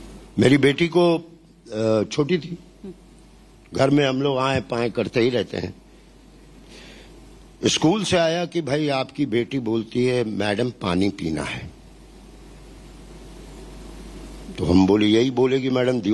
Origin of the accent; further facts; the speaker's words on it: Varanasi, Uttar Pradesh, India; born there; moved away as an adult; also born or lived in Bihar; now in Mumbai, India; बनारस ने बहुत पाला, जन्म यहाँ दिया, तो लेकिन है पूर्वांचल ही सब।